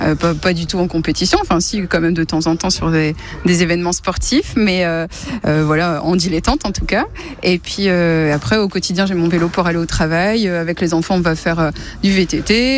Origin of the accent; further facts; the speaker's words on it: Metz, Grand Est, France; je suis de Metz, voilà, on vit sur Metz avec ma famille depuis quelques temps maintenant.